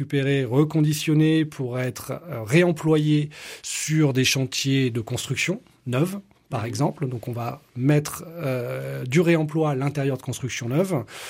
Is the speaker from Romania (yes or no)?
no; Nouvelle-Aquitaine, France; moved away as an adult; also born or lived in United States; j'ai eu envie de revenir en Charente qui est ma terre natale et de revenir après ces années d'expatriation.